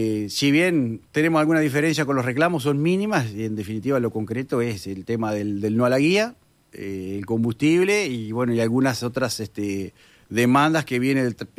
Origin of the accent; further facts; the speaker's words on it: Paysandú, Uruguay; nosotros somos de la zona de Paysandú